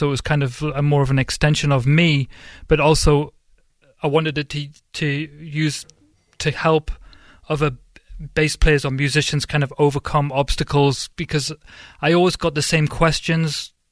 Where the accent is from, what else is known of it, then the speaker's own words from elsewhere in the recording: Newcastle upon Tyne, North East England, United Kingdom; moved away as an adult; now in Western Pennsylvania, United States; I'm from Newcastle, England, so the northeast of England, right on the border of Scotland. And I've lived here 15 years, maybe.